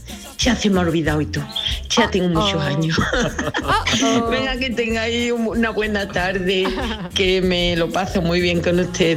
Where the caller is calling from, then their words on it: Dos Hermanas, Andalusia, Spain; de Dos Hermanas.